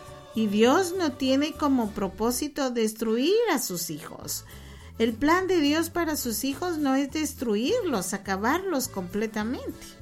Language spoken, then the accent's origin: Spanish; Chimaltenango, Guatemala; nosotros somos de Chimaltenango, pero ahora andábamos allá por Sololá.